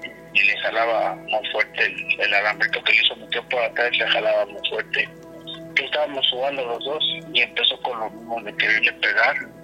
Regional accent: Tepito, Mexico City, Mexico; Mi abuelito nos llevaba a las luchas aquí a la colisa, pero nosotros somos aquí de Tepito.

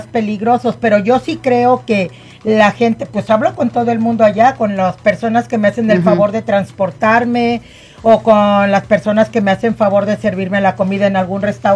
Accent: Tlaltizapán, Morelos, Mexico; now in United States; a mi estado voy, a mi pueblo, a Tlaltizapán, Morelos, México

